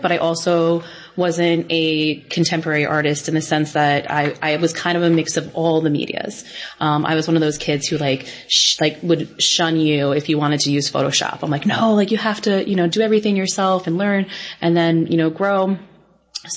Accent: New York, United States; being a New Yorker

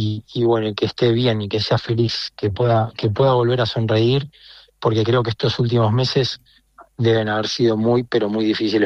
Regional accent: Argentina

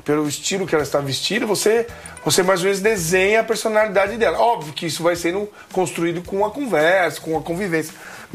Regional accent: Santo André, São Paulo, Brazil; É, nasci em São Paulo. Mas eu fui pra Santo André muito pequeno e fui criado lá.

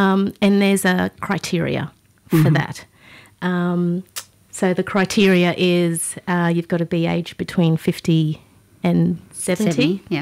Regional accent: Cairns, Queensland, Australia; My family's from Darnley Island in the Torres Strait. I was born and raised in Cairns. I have plenty family still up in Cairns, up in the islands.

